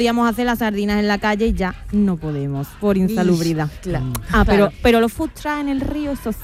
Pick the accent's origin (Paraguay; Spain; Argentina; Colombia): Spain; Seville, Andalusia; Esta es mi romería, porque yo soy de Bellavista. Entonces, en el Cortijo de Cuarto es donde va la Virgen de Valme